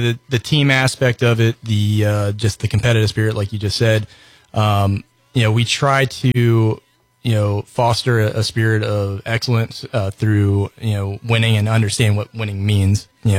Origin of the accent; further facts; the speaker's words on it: Salisbury, Maryland, United States; born there; Yeah, so I was born in Salisbury, which is 30 minutes. It'd be like throwing a plaque, I guess, to Ocean City.